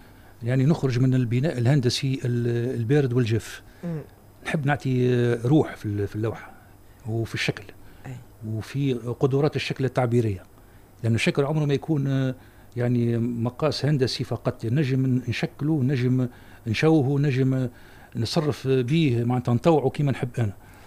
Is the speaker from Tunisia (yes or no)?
yes; Tunisia; عندنا في تونس